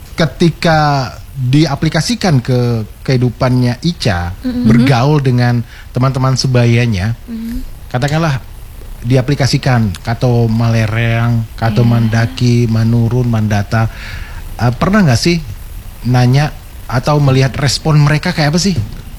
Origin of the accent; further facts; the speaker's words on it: West Sumatra, Indonesia; Sebagai orang Minang